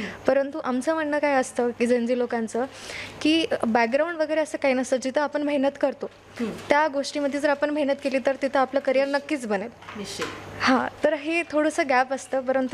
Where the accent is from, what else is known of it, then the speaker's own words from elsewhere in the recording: Phulwal, Maharashtra, India; मी फुलवळची आहे आणि मी आज बी फार्मसी तृतीय वर्षातील विद्यार्थिनी आहे.